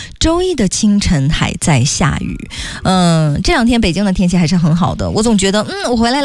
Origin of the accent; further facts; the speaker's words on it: Heihe, Heilongjiang, China; now in Beijing, China; 因为我的家乡在黑龙江省黑河市